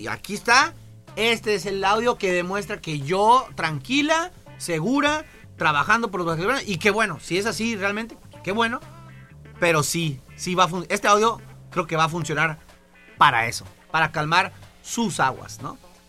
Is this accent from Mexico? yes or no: yes; Mexico